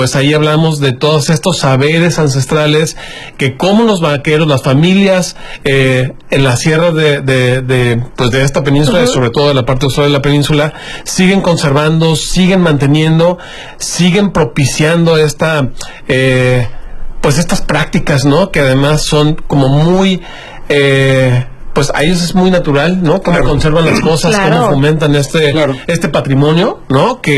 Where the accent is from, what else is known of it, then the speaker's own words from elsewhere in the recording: Mexico; con mucho de lo que somos como mexicanos